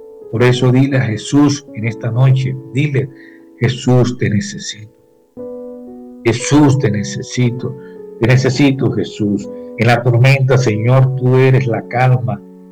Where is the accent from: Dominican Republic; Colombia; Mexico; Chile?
Colombia; Queremos también orar por nuestro país, Colombia.